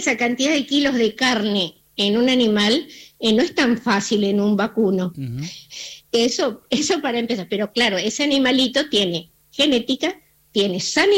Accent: Argentina; nuestra condición de argentinos y tan carnívoros que somos los argentinos

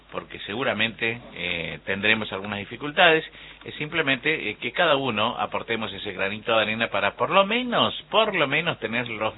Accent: Argentina; cosas que nos identifican como argentinos

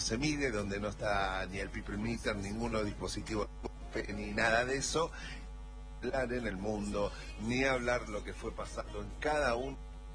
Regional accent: Argentina; qué nos gustó menos, porque así somos los argentinos.

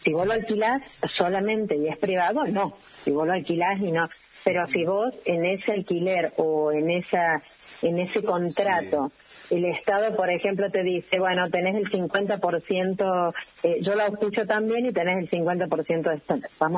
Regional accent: Villa Mercedes, San Luis, Argentina; yo que soy de Villa Merced

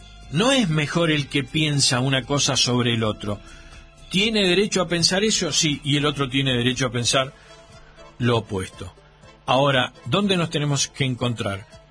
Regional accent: Argentina; los argentinos tenemos que acostumbrarnos a convivir con el resto.

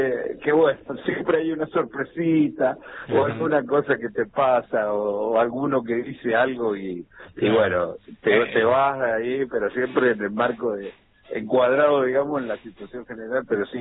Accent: Mendoza, Argentina; somos mendocinos todos, entonces claro, queremos compartir con el público de nuestra provincia

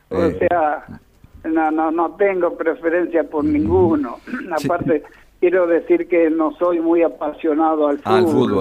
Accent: Bolognetta, Sicily, Italy; now in Argentina; Y desde acá le mando un abrazo para Bolognetta, mi pueblo.

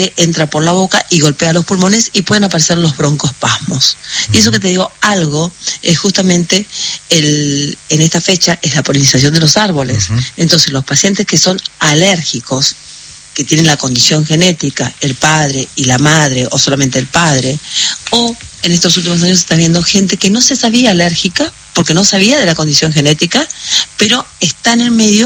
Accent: Bellavista, Corrientes, Argentina; also born or lived in Buenos Aires; Justamente Jorge Vaccaro, en mi pueblo hay un Jorge Vaccaro también, en un tocayo.

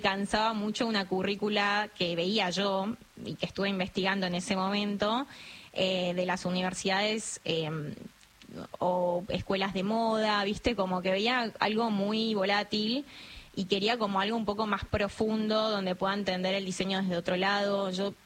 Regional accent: Misiones, Argentina; moved away as an adult; also born or lived in Mar del Plata; yo soy de Misiones, cuando termino el colegio me voy a vivir a Mar del Plata

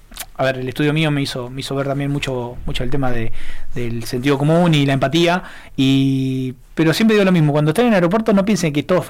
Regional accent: Argentina; de donde soy yo, para ir hasta la capital de Buenos Aires, tenés que ir a vivir

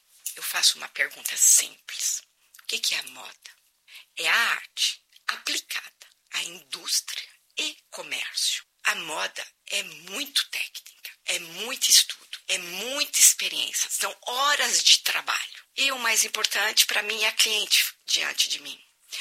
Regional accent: Brazil; moved away as an adult; now in France; Vim do Brasil há mais de 30 anos

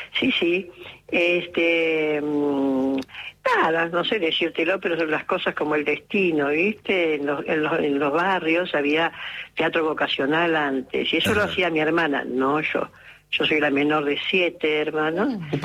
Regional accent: Villa Ballester, Buenos Aires Province, Argentina; born there; Yo nací en Buenos Aires.

